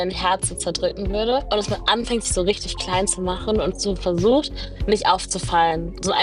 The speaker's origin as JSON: {"language": "German", "region": "North Rhine-Westphalia", "country": "Germany", "said": "erstens, ich komme aus dem Ruhrgebiet. Ich war noch nie in Kamerun"}